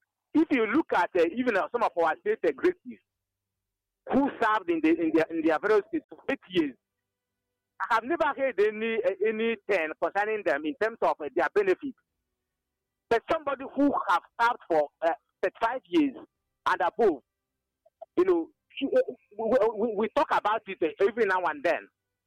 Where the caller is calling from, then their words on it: Komoro, Ebonyi, Nigeria; Your man, I am reaching you from Komoro, which is located in Inyaba, domain center of Ebonyi State.